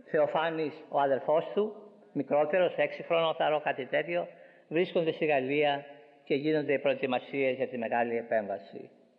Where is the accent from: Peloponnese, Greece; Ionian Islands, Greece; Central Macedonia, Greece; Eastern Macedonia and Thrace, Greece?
Ionian Islands, Greece; Corfu; το εδάφιο που με έφερε στο Χριστό το Γενάρη του 43 στο νησί μου στη Γέρκυρα